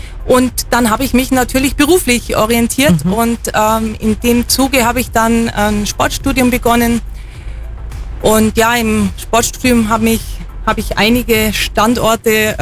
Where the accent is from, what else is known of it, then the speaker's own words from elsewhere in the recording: Bavaria, Germany; now in Kempten, Germany; ich komme ursprünglich aus dem Fichtelgebirge. Das ist nördlich von Bayreuth, also eigentlich in Nordbayern. Und ich bin eben damals in der Skischule groß geworden